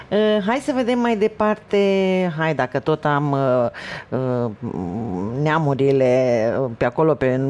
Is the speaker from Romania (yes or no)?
yes; Bucovina, Romania; dacă nu cânt într-o zi Bucovina, nu sunt bucovinean încă.